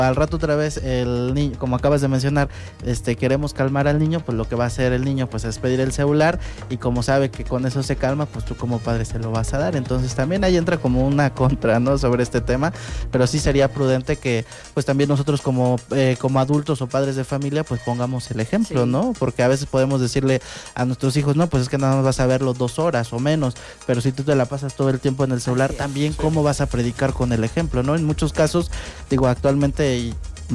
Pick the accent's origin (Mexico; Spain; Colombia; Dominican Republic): Mexico